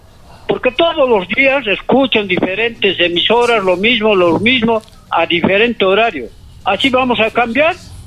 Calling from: Peru; nosotros como peruanos

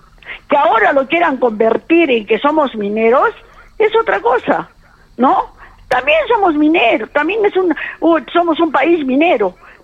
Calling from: Peru; Yo agradezco a mi pueblo de Carmen Alto

